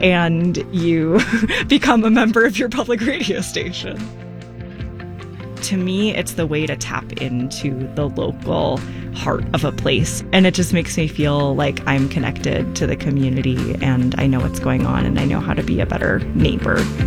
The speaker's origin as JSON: {"language": "English", "area": "the Bay Area", "region": "California", "country": "United States", "tie": "born or raised there", "also_born_or_lived": "Chicago / Denver", "moved": "as an adult", "lives_now": "Salt Lake City, United States", "said": "So I grew up in the Bay Area and then moved to Chicago, was there for about 10 years, then in Denver for 4 years, and then just recently moved to Salt Lake City."}